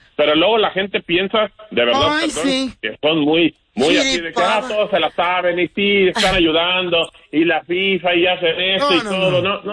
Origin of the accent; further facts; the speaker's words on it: Mexico; no son parte de los festejos que debemos de entender como mexicanos, que nos vemos mal, que esa imagen damos al mundo